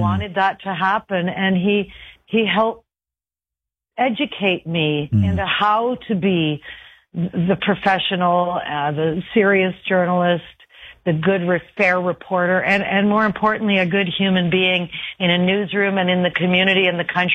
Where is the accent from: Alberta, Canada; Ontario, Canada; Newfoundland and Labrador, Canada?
Ontario, Canada; Kitchener; moved away; I was working at CKCO TV in Kitchener, which was my hometown.